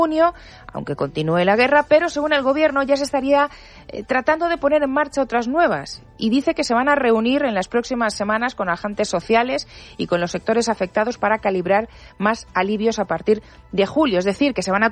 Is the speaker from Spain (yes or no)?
yes; Los Hinojosos, Castilla-La Mancha, Spain; y mi comunidad, Castilla-La Mancha, y en mi pueblo, en Los Hinojosos, Cuenca, también lo festejamos